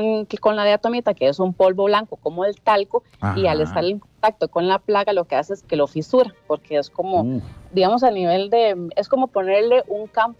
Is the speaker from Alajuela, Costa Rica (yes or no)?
no; Heredia, Costa Rica; Soy de Heredia.